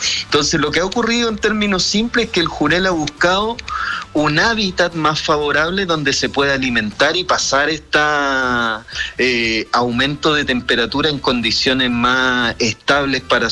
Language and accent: Spanish; Talcahuano, Biobío, Chile; Yo soy particularmente de Talcahuano, conozco la historia muy bien.